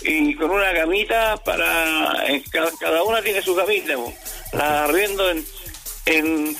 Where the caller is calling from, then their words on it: Copiapó, Atacama, Chile; de Copiapó